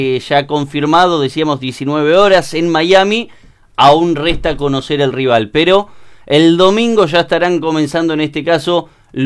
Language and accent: Spanish; Argentina